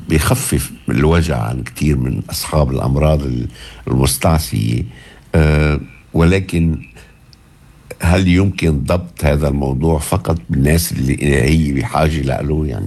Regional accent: Lebanon; now in Australia; عندنا نحن بلبنان

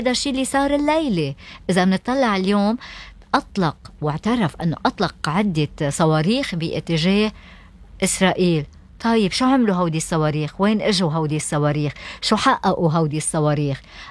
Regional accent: Lebanon; نحن نعرف بالنسبة لها كلبنانيين إسرائيل هي بس تشن حربة

